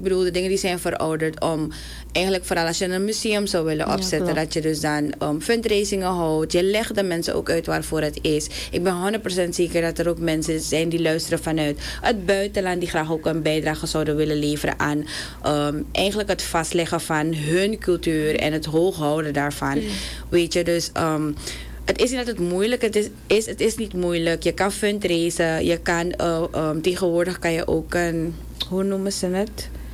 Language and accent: Dutch; Suriname; wij als Surinamers